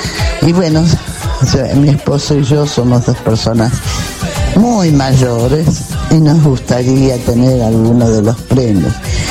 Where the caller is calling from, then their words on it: Buenos Aires, Argentina; de Monte Castro